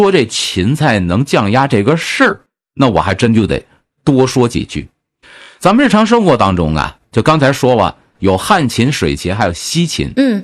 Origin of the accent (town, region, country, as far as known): Northeast China, China